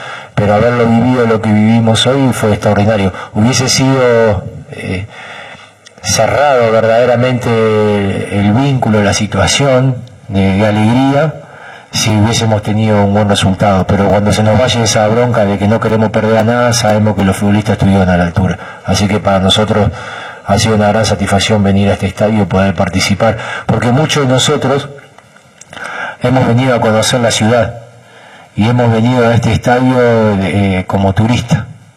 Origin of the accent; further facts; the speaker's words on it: Uruguay; Yo soy uruguayo, la historia del 50, la de Julio Varela, de venir a un estadio con 200.000 personas y que se le dé el campeonato mundial Uruguay.